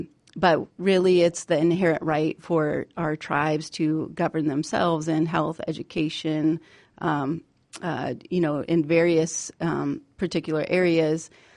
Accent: Washington, United States; I come from the Plateau tribes and I was very isolated growing up. I really stayed in this region and I really never went to the western side of the state.

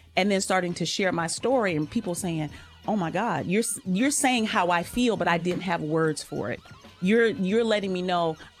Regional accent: Southern United States, United States; I was raised in the Bible Belt in church with a single Black mother.

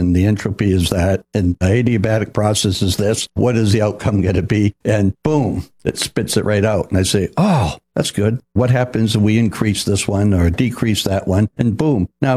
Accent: Jay, Maine, United States; Now, I grew up in Jay.

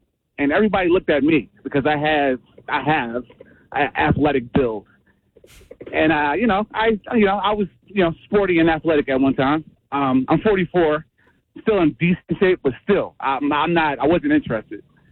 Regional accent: United States; born there; My family's from Jamaica, but I was born here and in the States.

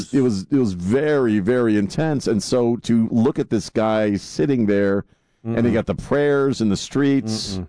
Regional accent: East Coast, United States; moved away; we grew up on the East Coast

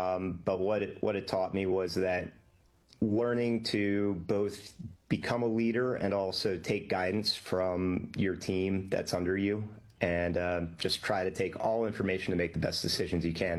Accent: Pennsylvania, United States; From outside Philadelphia suburbs

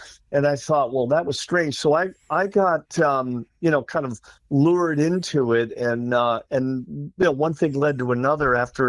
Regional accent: Tucson, Arizona, United States; Yes, I'm a Tucsonian. I was born and raised in Tucson.

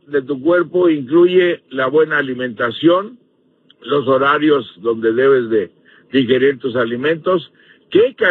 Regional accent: Pachuca, Hidalgo, Mexico; ahí en Pachuca, mi tierra

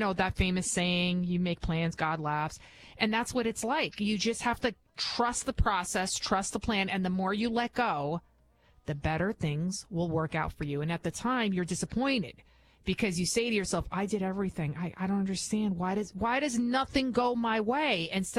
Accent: Bronx, New York, United States; English is a second language; I can be from the Bronx. Obviously, you can hear it in my accent, which I've been trying to get rid of, but it's just a part of who I am.

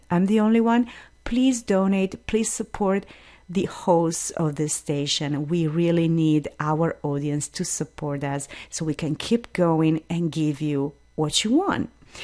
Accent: Piedmont, Italy; I'm from Piedmont, you know, the Piemonte region in Italy. It's northwest.

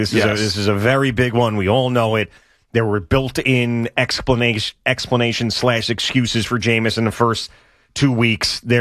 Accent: Long Island, New York, United States; to grow up on Long Island

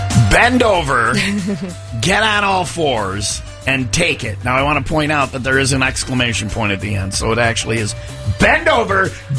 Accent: Canada; Me, I'm Canadian.

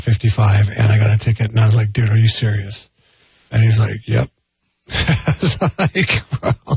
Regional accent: Washington, United States; I remember, like, in where I grew up in Washington, speed limit means speed limit for the most part.

